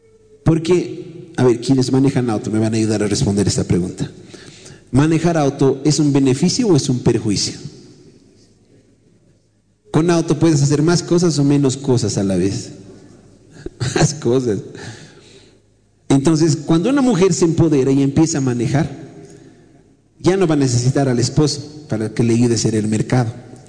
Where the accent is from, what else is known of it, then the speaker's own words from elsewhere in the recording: La Paz, Bolivia; sí, somos de La Paz, estamos viniendo.